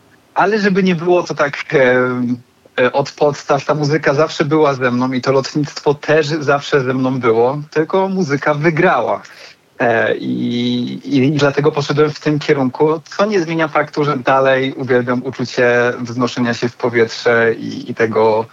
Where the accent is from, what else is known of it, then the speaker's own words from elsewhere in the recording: Wrocław, Lower Silesian Voivodeship, Poland; born there; also born or lived in Poznań; now in Gdańsk, Poland; Urodziłem się we Wrocławiu i zawsze jeździłem na wakacje właśnie na północ